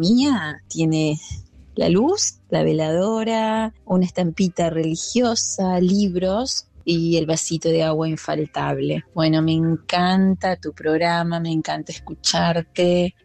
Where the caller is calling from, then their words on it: Dolores, Soriano, Uruguay; te hablo desde Uruguay, Dolores Soriano, enfrente a Entre Ríos, Gualeguaychú.